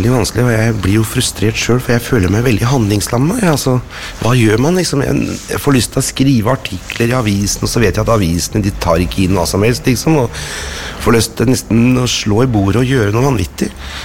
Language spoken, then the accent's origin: Norwegian; Innlandet, Norway; jeg født og oppvokst oppe I Nordøsterdalen da. Oppe på en liten bondegård, sånn, I en fjellbygd.